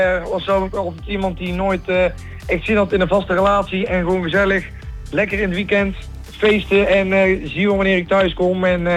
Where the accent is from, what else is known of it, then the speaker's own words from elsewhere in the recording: North Brabant, Netherlands; we komen uit het mooie Brabant.